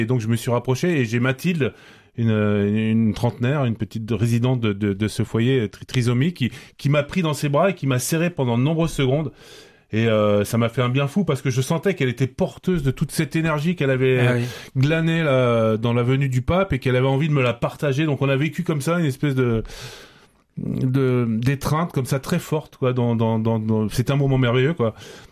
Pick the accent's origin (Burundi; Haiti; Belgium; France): France; Paris, Île-de-France; moi je suis parisien